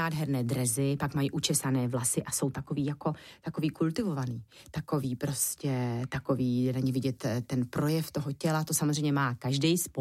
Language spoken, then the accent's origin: Czech; Kroměříž, Zlín Region, Czechia; Já jsem z Moravy, my tam tramvaj v Kroměříži nikdy neměli.